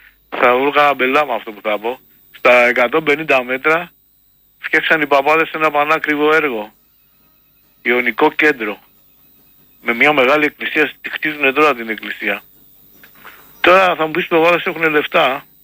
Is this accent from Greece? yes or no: yes; Nea Ionia, Attica, Greece; Έρχομαι από Νέα Ιωνία.